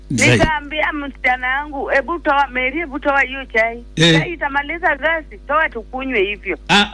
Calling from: Siaya County, Kenya; Hata sisi tumeamka kama huku upande wa Ugenya Ugonja.

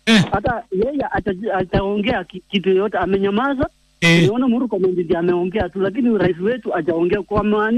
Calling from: Bungoma, Bungoma County, Kenya; Natoka Bungoma, sehemu inaitwa Miluki, Kisioya hapo.

